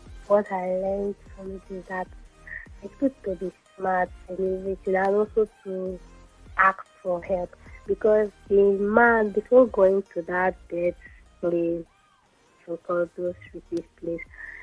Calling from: Maitama, Federal Capital Territory, Nigeria; calling from Maitama.

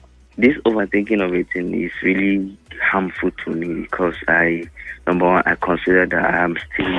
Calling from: Suleja, Niger State, Nigeria; calling from Suleja.

